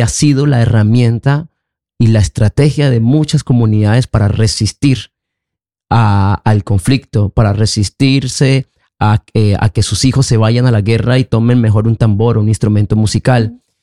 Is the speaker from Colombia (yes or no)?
yes; Barrancabermeja, Santander, Colombia; born there; mi familia es muy campesina, justamente de la ribera del río Magdalena. Yo nací en Barranca Bermeja, Santander, de toda una familia caribe.